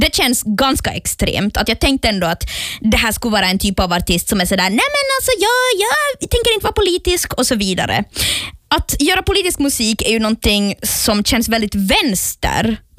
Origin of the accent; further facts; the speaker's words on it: Finland; now in Sweden; Jag bor ju i Sverige, tyvärr. Och nej, jag tycker jättemycket om Sverige. Men jag är ju ändå en svensk-finländsk tjej at heart. Och kan ibland sakna mitt hemland.